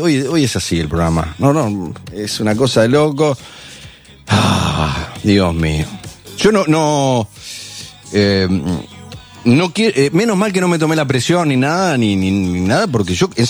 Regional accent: Argentina

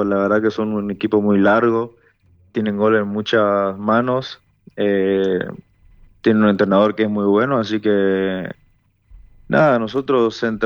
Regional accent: Curuzú Cuatiá, Corrientes, Argentina; now in Corrientes, Argentina; yo soy del interior, soy de Curuzú, Cuatiá

